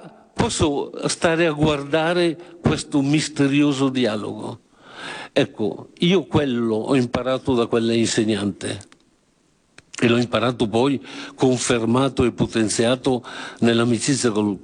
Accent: Trescore Balneario, Lombardy, Italy; Trescore Balneario, che è il mio paese nativo.

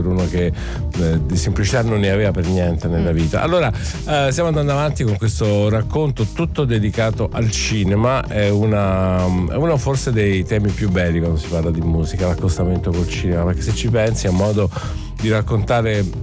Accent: Naples, Campania, Italy; Io da napoletano

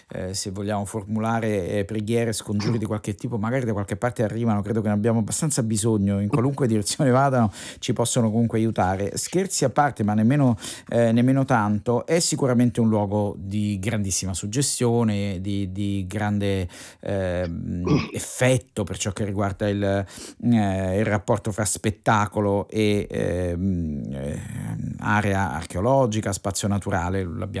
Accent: Rome, Lazio, Italy; essendo io romano

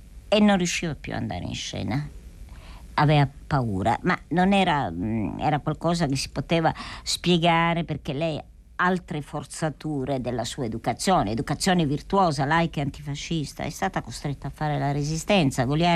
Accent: Calabria, Italy; Io sono meridionale, sono calabrese

